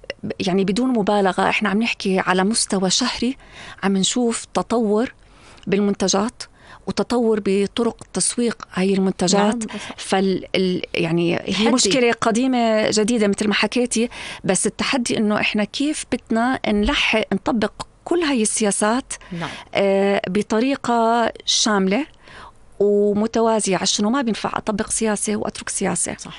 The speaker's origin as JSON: {"language": "Arabic", "country": "Jordan", "said": "إحنا كأردن"}